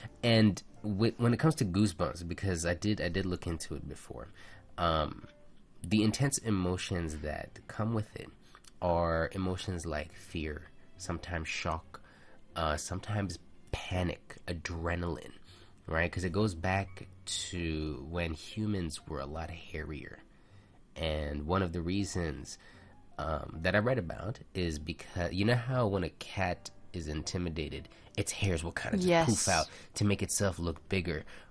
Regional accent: Philippines; I'm Filipino.

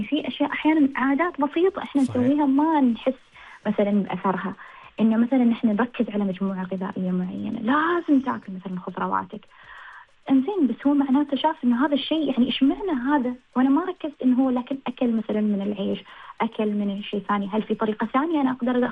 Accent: Oman; إحنا كعمانيين

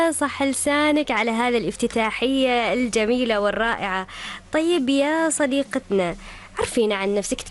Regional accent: Oman; بلادنا عمان الغالية

